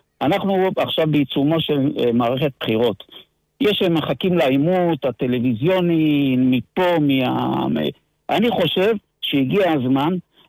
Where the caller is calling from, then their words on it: Tel Aviv-Yafo, Tel Aviv District, Israel; אני מיפו.